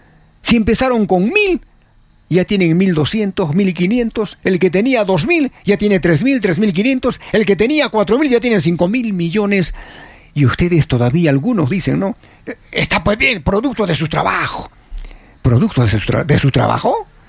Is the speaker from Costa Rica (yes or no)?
no; Peru